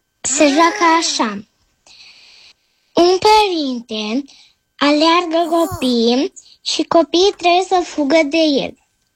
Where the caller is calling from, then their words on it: Bucharest, Romania; din București și am 7 ani